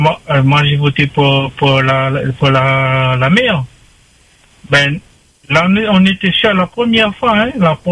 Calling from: Saint-Denis, Réunion; je suis à Saint-Denis

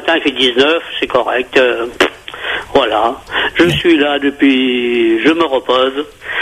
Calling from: Anglet, Nouvelle-Aquitaine, France; Moi j'appelle d'Anglette, dans les Pyrénées-Atlantiques, près de Bayonne, Saint-Jean-de-Luz.

